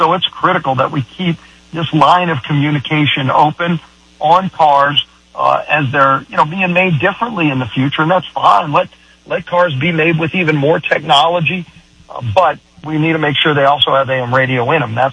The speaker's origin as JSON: {"language": "English", "town": "New Orleans", "region": "Louisiana", "country": "United States", "said": "And, you know, look, I come from New Orleans."}